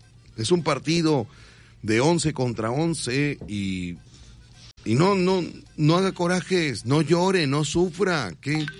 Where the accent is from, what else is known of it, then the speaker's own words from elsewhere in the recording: Mexico; Nací, yo soy de México.